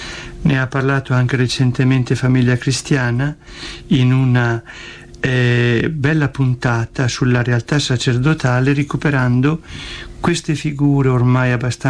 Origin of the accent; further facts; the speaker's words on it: Verona, Veneto, Italy; moved away as an adult; also born or lived in Val di Non, Trentino / Calabria / Bari; io, nato in Trentino, sono cresciuto a Verona.